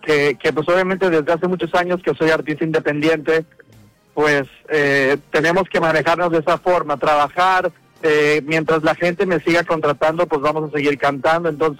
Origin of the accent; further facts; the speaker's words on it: Veracruz, Mexico; Para mí, fíjate, yo siendo veracruzano